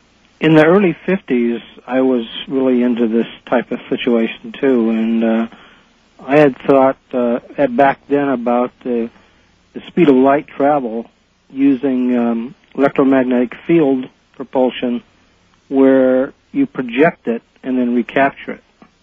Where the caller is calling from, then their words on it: San Francisco, California, United States; from San Francisco.